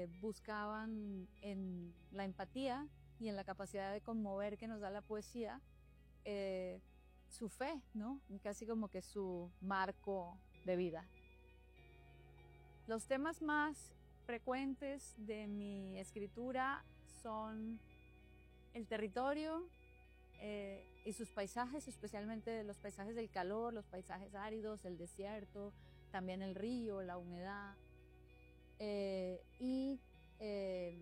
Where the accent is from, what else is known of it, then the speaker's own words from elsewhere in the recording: Barrancabermeja, Santander, Colombia; moved away as an adult; now in Ciudad Juárez / El Paso border area; Cuando vivía en mi ciudad natal, Barranca Bermeja, en el centro de mi país, Colombia, tuve una infancia muy bonita